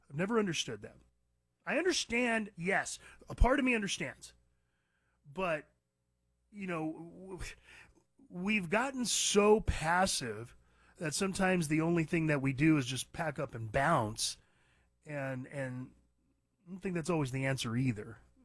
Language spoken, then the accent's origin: English; California, United States; moved away as an adult; now in Nevada or Arizona desert, United States; I grew up in California, was born and raised. I left California at age 29, moved out to the desert, never looked back. I've got family still in California.